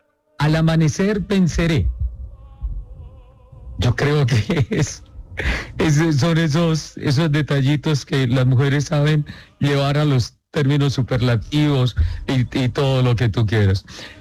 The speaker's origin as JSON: {"language": "Spanish", "country": "Colombia", "said": "se debe a lo que nosotros como colombianos seamos, la materia prima más importante de este país."}